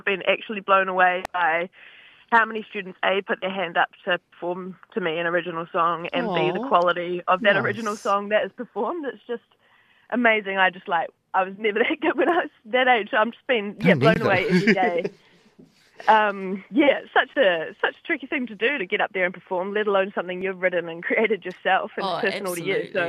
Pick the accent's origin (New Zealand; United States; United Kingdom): New Zealand; Christchurch, Canterbury; now in Auckland, New Zealand; I'm not a Wellingtonian at all. I'm from Otatahi, and I live in Tamaki Makaurau.